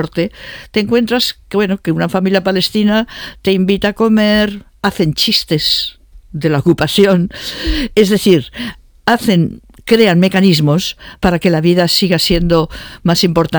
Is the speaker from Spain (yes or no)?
yes; Spain; somos españoles.